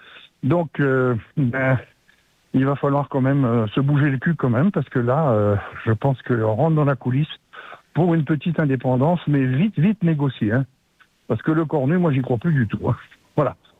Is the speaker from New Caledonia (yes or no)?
yes; New Caledonia; born there; moi, je suis calédonien d'ici, je vote tranquille, je suis sur les listes spéciales